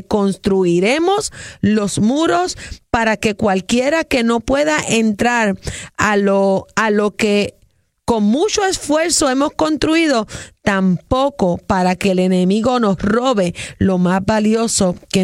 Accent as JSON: {"language": "Spanish", "country": "Puerto Rico", "said": "nuestro país, Puerto Rico."}